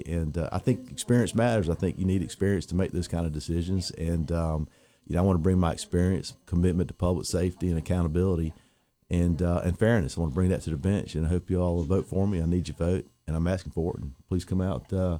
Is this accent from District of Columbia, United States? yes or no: no; Durham, North Carolina, United States; moved away as an adult; now in Rocky Mount, United States; I'm a native North Carolinian, grew up in Durham, but I moved here in '99 with my wife to raise our kids.